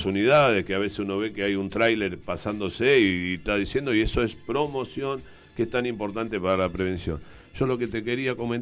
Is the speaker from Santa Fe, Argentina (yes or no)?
no; Ensenada, Buenos Aires Province, Argentina; now in Atlántida, Argentina; yo soy de Ensenada, como decía antes